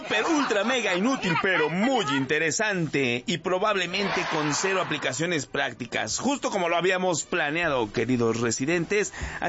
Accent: Iztapalapa, Mexico City, Mexico; Yo soy de Iztapalapa, la bella.

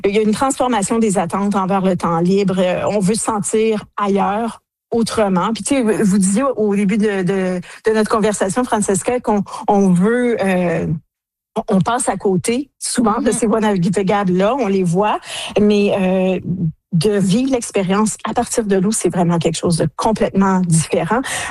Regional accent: Ontario, Canada; chez nous en Ontario.

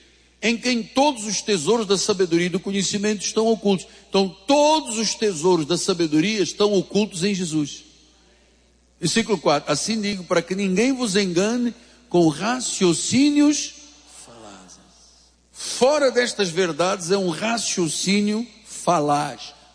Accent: Angola; Bué quer dizer muito na minha língua, da minha terra. Angola, Quimbundo, bué, quer dizer muito

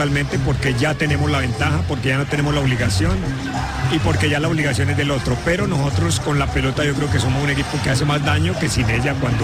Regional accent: Colombia; esto lo digo como colombiano

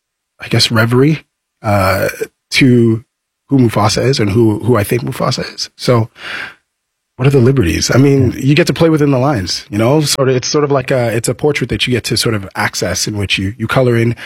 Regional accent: Toronto, Ontario, Canada; I am from Toronto, Ontario, Canada.

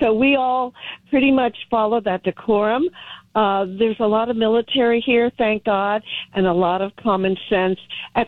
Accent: Los Angeles, California, United States; I mean, I was born in East L.A. I grew up in Central L.A.

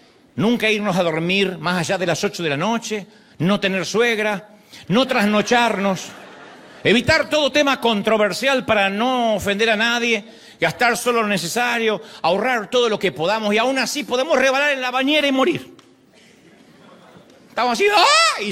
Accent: Argentina; now in United States; 3 colectivos, le decimos en mi país

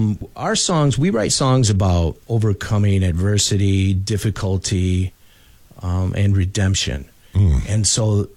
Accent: Flint, Michigan, United States; I'm from Flint. I was born in Flint.

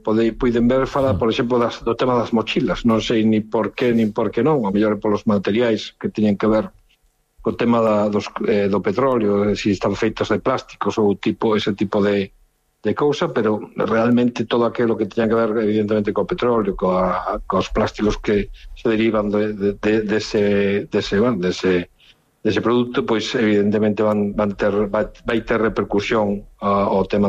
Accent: Lugo, Galicia, Spain

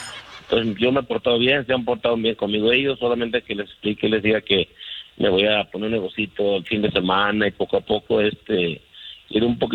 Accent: Mexico; moved away as an adult; Mira, yo me vine de México con una deuda y la verdad, soy mecánico

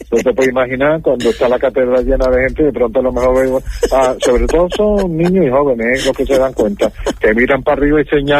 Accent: Málaga, Andalusia, Spain; Y yo soy malagueño

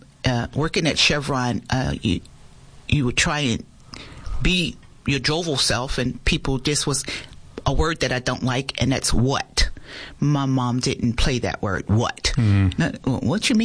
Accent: Philadelphia, Pennsylvania, United States; moved away as an adult; now in Yuma, United States

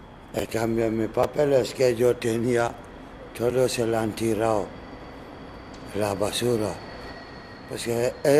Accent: Conakry, Guinea; Spanish is a second language; moved away as an adult; Soy de Guinea, Conakry.

